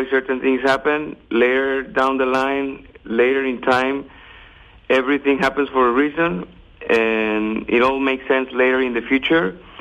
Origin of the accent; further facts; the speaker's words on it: Guadalajara, Jalisco, Mexico; first language Spanish; English is a second language; moved away as an adult; also born or lived in United Kingdom / United States; Well, I am born and raised in Guadalajara, Jalisco, Mexico. So I speak Spanish all the time. I think in Spanish. I always bring my Mexican expressions.